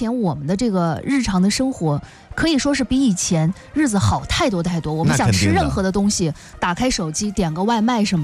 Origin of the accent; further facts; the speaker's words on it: Shandong, China; 我们山东人